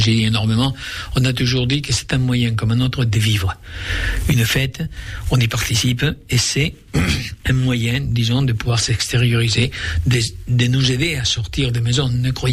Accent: Aragon, Spain; m'he criat en la Franja de Ponent

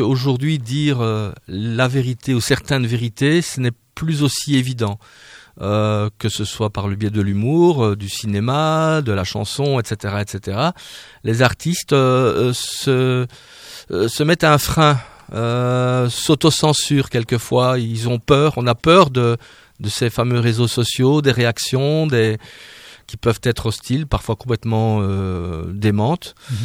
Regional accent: Belgium; Non seulement je suis belge

